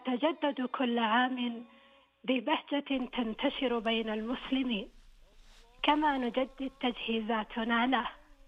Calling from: Khamis Mushait, Asir, Saudi Arabia; انا كانت من الخميس مشيط

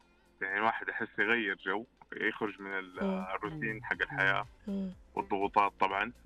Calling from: Jeddah, Makkah Province, Saudi Arabia; أنا أكلمكم من جدة

